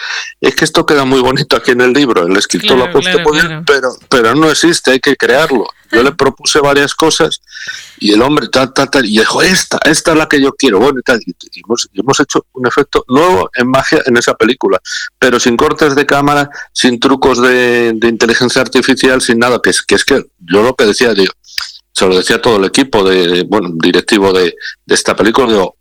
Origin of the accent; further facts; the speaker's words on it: Peñaranda de Bracamonte, Castile and León, Spain; born there; also born or lived in Zamora; zamorano soy de adopción y obviamente, como digo, ciudadano del mundo. Pero yo nací en Peñaranda de Bracamonte.